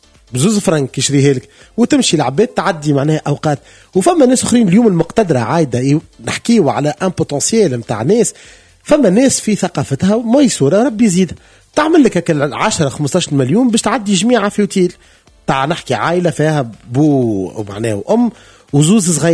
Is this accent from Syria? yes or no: no; Tunisia; انا كتونسي